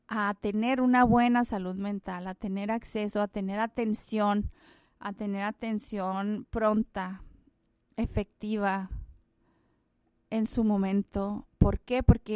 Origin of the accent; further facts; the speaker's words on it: Mexico; nosotros como mexicanos